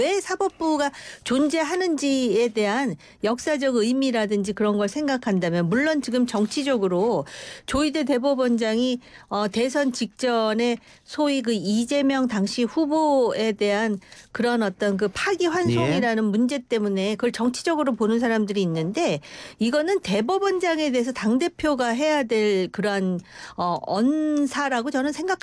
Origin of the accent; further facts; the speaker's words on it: South Korea; 저도 한국인인데